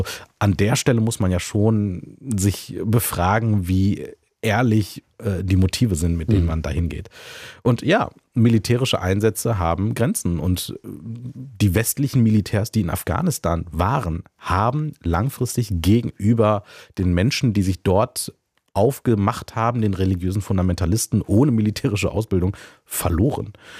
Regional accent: Germany; Also wir als Deutsche.

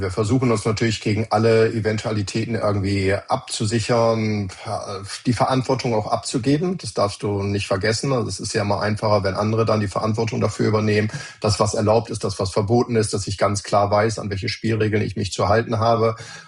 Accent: Germany; wir Deutschen

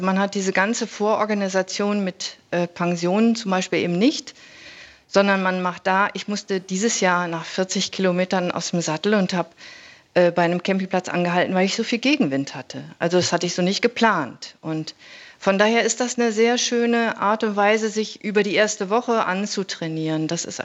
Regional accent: Bochum, North Rhine-Westphalia, Germany; moved away; Ich bin aus Bochum eigentlich ursprünglich.

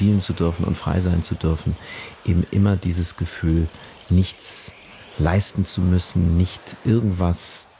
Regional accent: Berlin, Germany; born there

